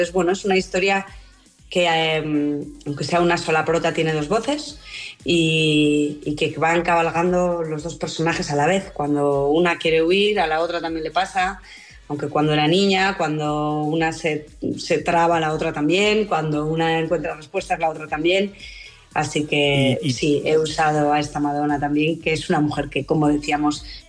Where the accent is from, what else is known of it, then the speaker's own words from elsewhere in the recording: Aragon, Spain; Bueno, tú no sé si sabes que los de Aragón, que tenemos ese humor peculiar que se llama sorna, a Huesca lo llamamos Wisconsin